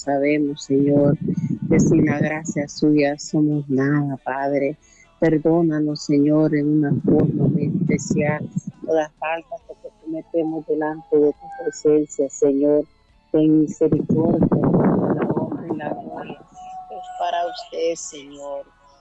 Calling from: Honduras; Le llamo de La Picota.

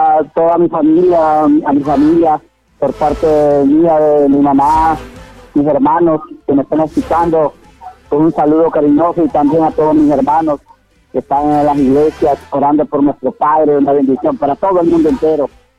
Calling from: Honduras; De aquí, la aldea, el aguacate, Tayos.

